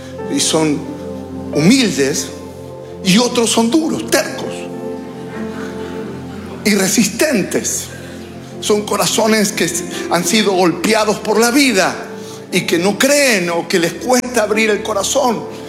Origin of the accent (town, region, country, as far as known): Argentina